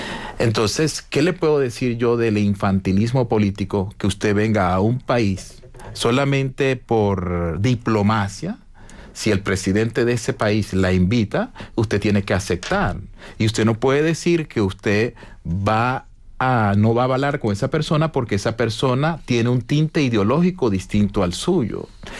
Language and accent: Spanish; Maracaibo, Zulia, Venezuela; born there; yo soy venezolano, yo nací en un barrio muy humilde que se llama El Silencio, en Maracaibo, Estado Zulia, en Venezuela. Yo soy venezolano.